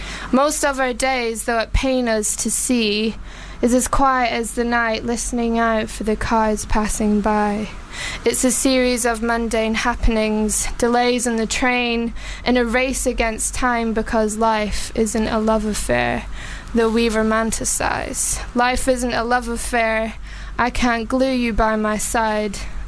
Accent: Glasgow, Scotland, United Kingdom; accent: Glaswegian; moved away as an adult; Yeah, well, I'm originally from Glasgow.

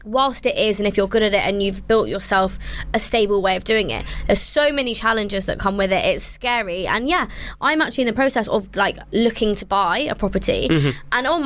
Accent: London, United Kingdom; born or raised there

